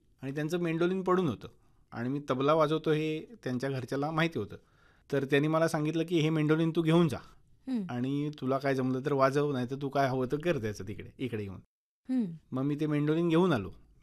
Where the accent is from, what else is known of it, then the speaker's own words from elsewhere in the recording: Maharashtra, India; also born or lived in Rajapur / Ratnagiri; मी दाहुलवल्ली माझं गाव